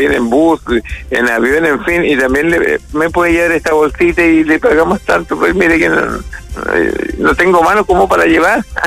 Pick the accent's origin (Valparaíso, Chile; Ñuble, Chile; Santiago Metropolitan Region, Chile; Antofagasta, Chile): Antofagasta, Chile; Tocopilla; Ya la empresa, imagínese cuando nosotros llegamos, o sea, yo llegué de Tocopilla acá, ya estaba 31 años en la región explotando este mineral.